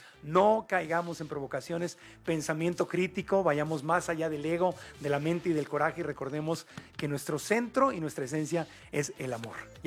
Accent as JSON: {"language": "Spanish", "country": "Mexico", "said": "Y sería un grave error como mexicanos que la agarremos contra los argentinos"}